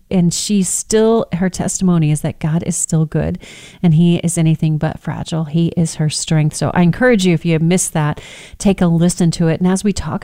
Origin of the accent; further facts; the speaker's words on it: Texas, United States; I grew up on the Texas Gulf Coast.